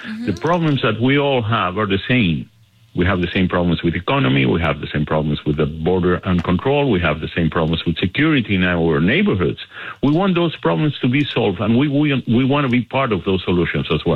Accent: Colombia; now in United States; I had to leave my country. I'm from Colombia

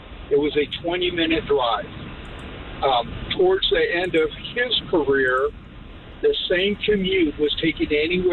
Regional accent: California, United States; now in Kansas City, United States; I grew up in California

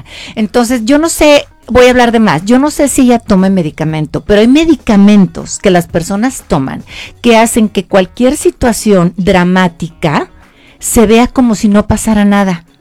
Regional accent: Mexico; Mi abuela italiana y yo qué soy, más mexicana.

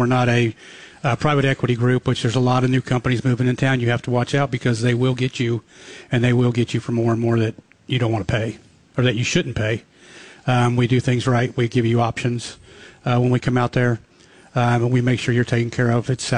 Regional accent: Kentucky, United States; born there; I was born in Cincinnati, Ohio area. In Northern Kentucky, but it's big up there.

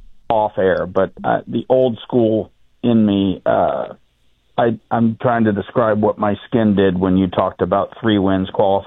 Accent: Watseka, Illinois, United States; moved away; my hometown is not having varsity football this year, as I understand it. Watseka

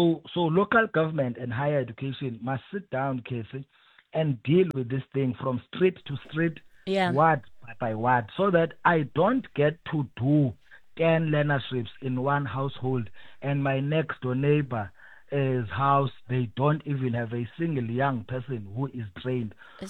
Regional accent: Grahamstown, Eastern Cape, South Africa; I'm from Grahamstown.

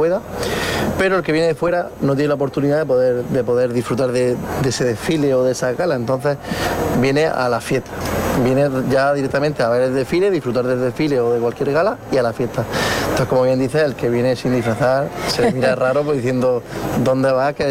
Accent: Águilas, Region of Murcia, Spain; Porque los que somos de Águilas ya desde pequeñicos empezamos con el tema del carnaval y es algo que es nuestra fiesta principal

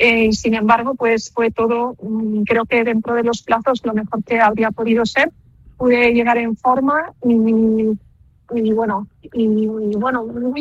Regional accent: Vigo, Galicia, Spain; Sí, porque yo soy de Galicia, nací en Vigo, he vivido toda, hasta ahora siempre aquí, he desarrollado toda mi carrera deportiva en Galicia

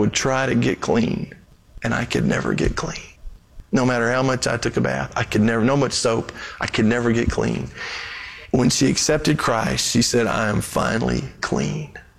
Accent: Brazil; I grew up in Brazil.

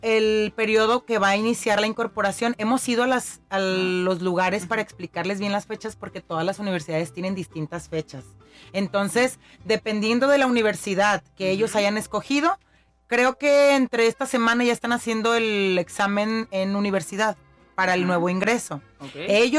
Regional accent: Colima, Mexico; lo que somos las personas de Colima

